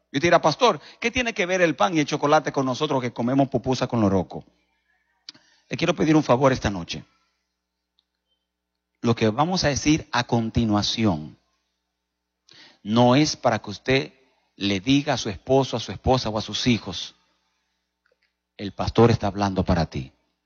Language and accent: Spanish; Dominican Republic; moved away; en mi país, República Dominicana, donde yo nací, me crié